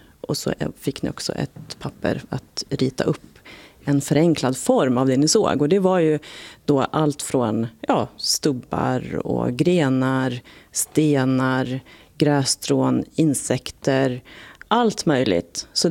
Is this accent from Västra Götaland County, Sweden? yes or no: no; Ås, Jämtland County, Sweden; now in Trondheim, Norway; Och jag kommer ju från Ås och jag har gått på den här skolan själv.